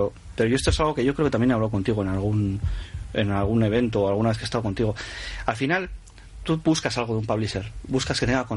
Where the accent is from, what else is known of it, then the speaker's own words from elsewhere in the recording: Bilbao, Basque Country, Spain; soy de Bilbao, soy así